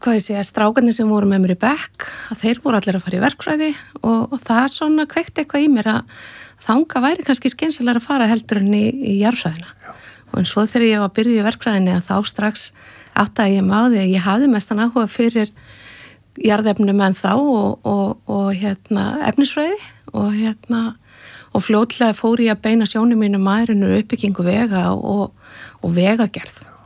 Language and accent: Icelandic; Rif, Western Region, Iceland; Ég nú ekki alinn upp á Malbyggi, þannig að ég fætt og upp alinn á Rifi á Snæfsnesu